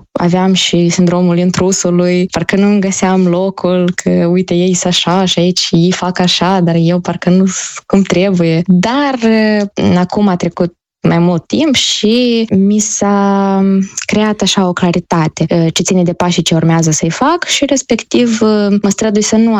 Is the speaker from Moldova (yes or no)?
yes; Moldova; now in South Korea; spun cu mândrie că sunt din Republica Moldova